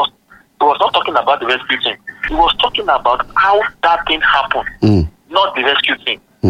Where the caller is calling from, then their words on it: Makola, Oyo, Nigeria; I'm calling from Makola.